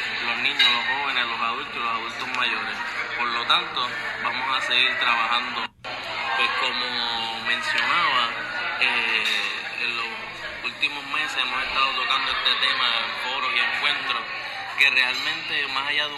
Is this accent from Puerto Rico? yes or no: yes; Naguabo, Puerto Rico; now in Caguas, Puerto Rico; aunque actualmente vivo en Caguas. Soy joven de Nahuabo, estudié toda mi vida en barrio de Aguao, en el pueblo de Nahuabo, la Escuela Superior